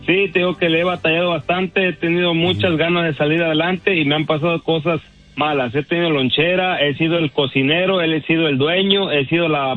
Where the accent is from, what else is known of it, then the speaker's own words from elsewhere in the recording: Tres Valles, Veracruz, Mexico; now in Los Angeles, United States; De Tres Valles, Veracruz.